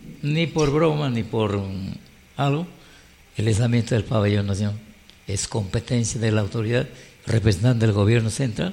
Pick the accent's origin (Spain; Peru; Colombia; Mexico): Peru